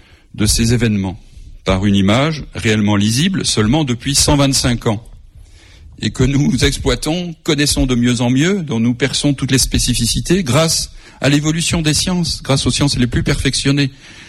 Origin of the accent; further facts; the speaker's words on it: Lyon, Auvergne-Rhône-Alpes, France; Je suis lyonnais d'origine